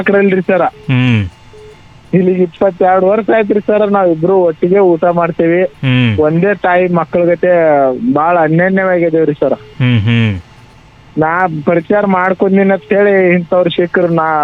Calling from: Basavana Bagewadi, Karnataka, India; ನಮ್ದು ಭಜವಾನ್ ಬಾಗೇವಾಡಿ ತಾಲೂಕ್ ಬರ್ತೈತ್ರಿ ಸರ್.

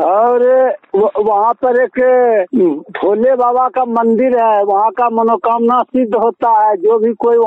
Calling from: Munger district, Bihar, India; हम मुंगेर जिला से बोल रहे हैं।

